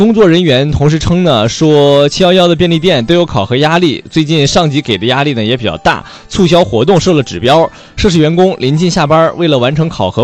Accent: Weihai, Shandong, China; moved away; 我威海我们老家

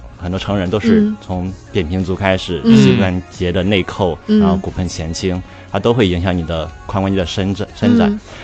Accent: Shandong, China; 我是山东的

